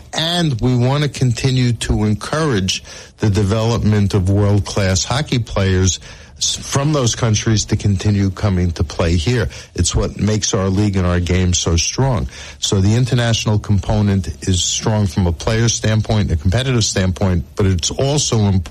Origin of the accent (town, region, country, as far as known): New York, United States; born or raised there